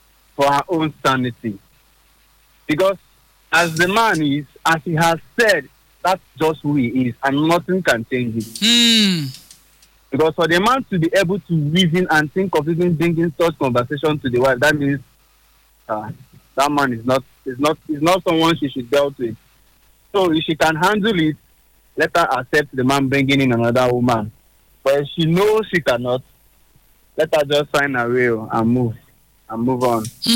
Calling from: Nigeria; I'm calling from Pepaco.

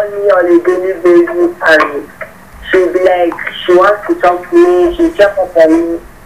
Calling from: Plateau, Nigeria; I'm calling from Angola, Cuba.

